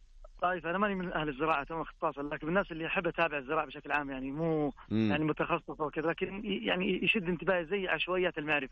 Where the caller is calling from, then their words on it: Taif, Makkah Province, Saudi Arabia; ابنكم من الطائف أنا.